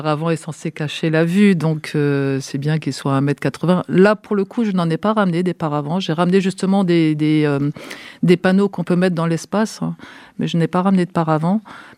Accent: Mulhouse, Grand Est, France; Alors, je viens d'une région qui était une ancienne région textile. En plus, je suis de Mulhouse, qui est vraiment une ancienne ville industrielle liée au textile.

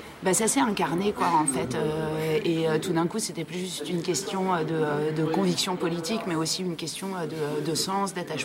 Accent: Paris, Île-de-France, France; moved away as an adult; also born or lived in Rennes; now in Drôme, France; Moi, j'ai pas fui Paris. Moi, je suis née à Paris, j'ai grandi à Paris. Paris, c'est aussi mon chez-moi. Enfin, c'est une ville dans laquelle je me sens bien, où j'avais mes habitudes et où je vivais de manière assez privilégiée et assez confortable.

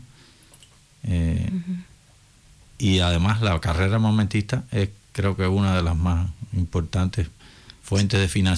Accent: Cuba; Eso es lo que se siente como cubano allí, porque hay mucho cubano pidiendo guerra para Cuba desde afuera.

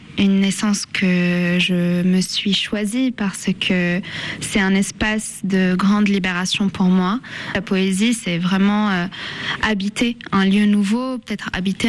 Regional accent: Lebanon; Donc ce n'est pas un monde qui va être antinomique par rapport à là où j'ai grandi. Au contraire, c'est juste une autre lecture. C'est qu'est-ce que peut être le Liban s'il y avait une autre histoire.

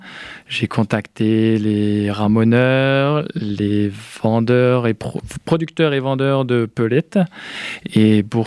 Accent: Chaumont, Grand Est, France; moved away as an adult; also born or lived in Dijon; now in Die, France; Moi, je suis à côté de Colombey-les-Deux-Églises, en Haute-Marne. Du coup, je suis né à Chaumont, j'ai fait mes études au lycée Charles de Gaulle, STI Bois, BTS Bois

